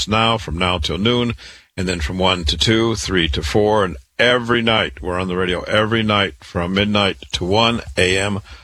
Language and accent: English; Waterloo, Iowa, United States; As I said earlier … I'm a cancer doctor, born and raised in Waterloo, Iowa. Went to public school, university, MD at 25.